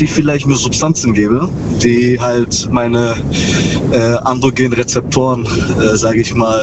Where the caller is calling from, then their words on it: Ravensburg, Baden-Württemberg, Germany; Aus Ravensburg.